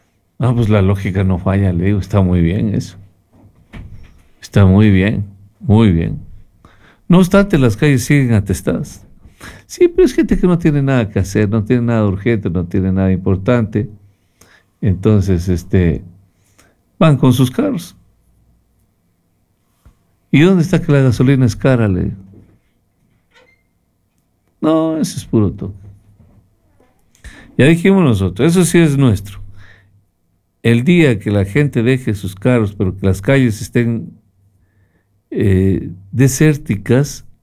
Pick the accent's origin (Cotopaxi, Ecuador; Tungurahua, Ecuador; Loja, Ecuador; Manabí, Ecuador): Loja, Ecuador; now in Cuenca, Ecuador; Señores, soy de Loja, vivo en Cuenca.